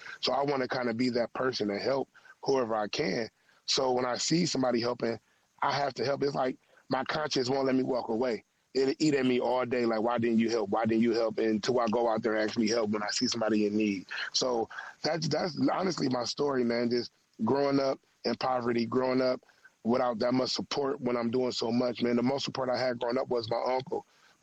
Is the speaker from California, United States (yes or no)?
no; Cleveland, Ohio, United States; because I felt a lot of pain growing up in Cleveland, Ohio.